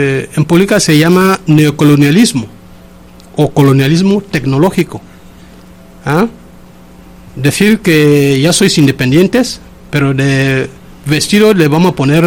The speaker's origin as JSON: {"language": "Spanish", "country": "Equatorial Guinea"}